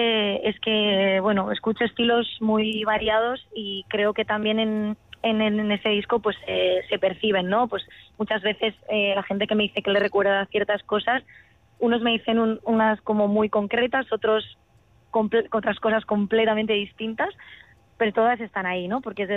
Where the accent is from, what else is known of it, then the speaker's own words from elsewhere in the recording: Spain; first language Catalan; Spanish is a second language; evidentemente es mi lengua materna, y fue como instantáneo el momento en el que dije, vale, esto va a ser en catalán, sí o sí.